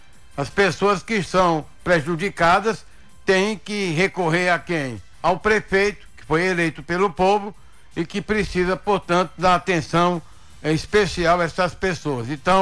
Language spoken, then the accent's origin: Portuguese; Brazil; porque eu sou brasileiro.